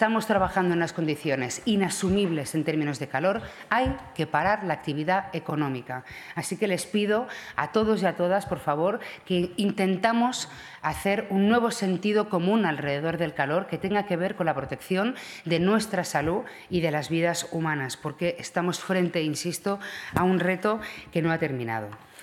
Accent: Catalonia, Spain

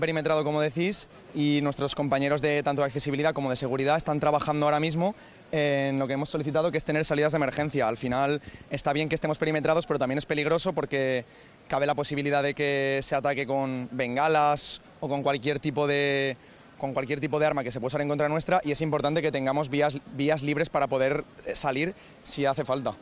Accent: Valencian Community, Spain; también somos valencianos

